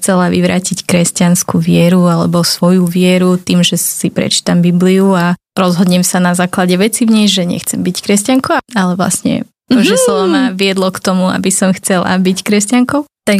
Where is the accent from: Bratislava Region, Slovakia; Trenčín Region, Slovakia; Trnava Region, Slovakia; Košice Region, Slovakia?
Bratislava Region, Slovakia; Bratislava; Som pôvodom z Bratislavy